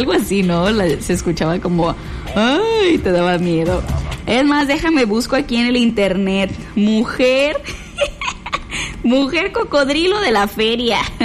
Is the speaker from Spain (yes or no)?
no; Mexico; así somos los mexicanos